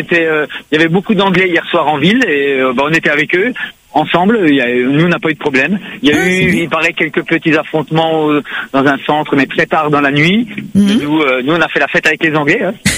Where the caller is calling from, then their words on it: Réunion; on est 14 réunionnais à être au stade cet après-midi.